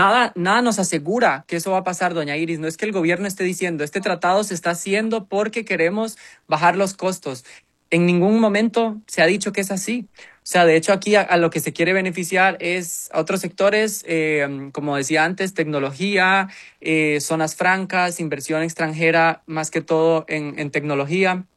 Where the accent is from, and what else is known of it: Costa Rica